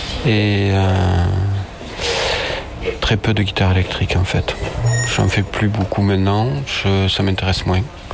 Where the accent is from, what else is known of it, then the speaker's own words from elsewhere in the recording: Occitanie, France; now in Millau, France; je tenais absolument à rester sur Millau puisque c'était une région que j'adore, quoi. Je suis moi-même lotois d'origine, donc je suis un peu voisin. Disons que j'étais venu sur Millau finalement pour... c'est l'attrait du vol libre, je faisais du deltaplane. Et donc je me suis installé à Millau pour ça.